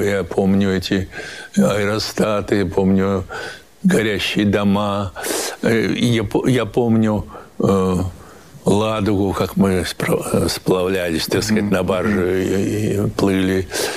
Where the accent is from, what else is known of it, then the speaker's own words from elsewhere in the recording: Saint Petersburg, Russia; Я бы сказал, что я коренной ленинградец.